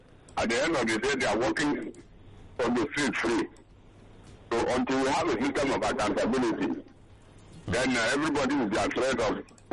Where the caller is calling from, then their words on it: Lagos, Nigeria; calling from Okota.